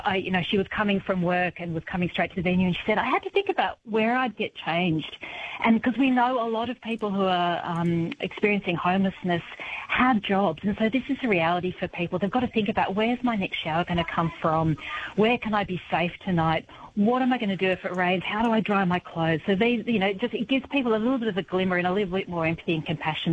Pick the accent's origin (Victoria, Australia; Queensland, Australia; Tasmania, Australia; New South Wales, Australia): New South Wales, Australia; Wollongong; So, for instance, in my hometown of Wollongong